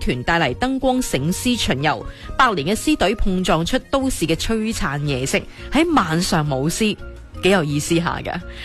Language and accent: Cantonese; Guangdong, China; 我哋廣東人、嶺南人